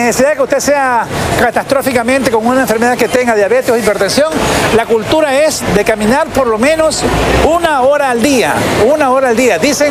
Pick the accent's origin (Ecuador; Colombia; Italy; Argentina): Ecuador; Manabí; now in El Empalme, Ecuador; yo hablo por mí, yo soy manabita